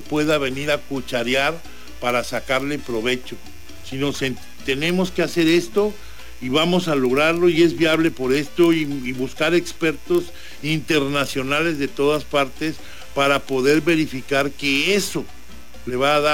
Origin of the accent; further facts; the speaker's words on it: Mexico; porque todos somos mexicanos, hermanos